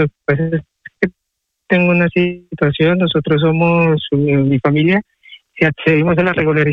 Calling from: Madrid, Community of Madrid, Spain; Hola, buenos días. … me comunico de Madrid.

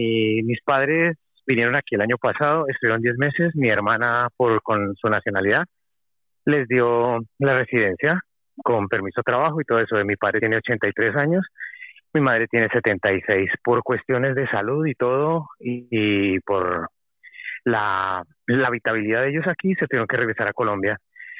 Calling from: Arganda del Rey, Community of Madrid, Spain; de Arganda del Rey.

